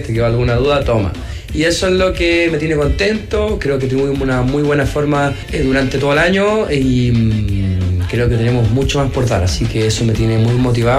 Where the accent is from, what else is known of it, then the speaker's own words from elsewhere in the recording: Chile; reunirnos como chilenos